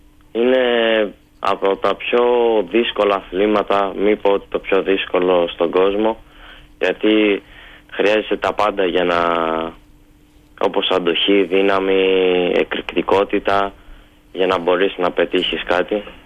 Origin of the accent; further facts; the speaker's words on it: Greece; Η Ελλάδα και η πατρίδα μου για μένα είναι τα πάντα.